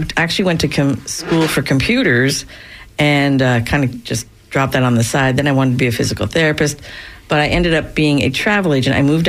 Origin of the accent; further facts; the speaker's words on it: Beloeil, Quebec, Canada; moved away; I grew up in Montreal, Canada.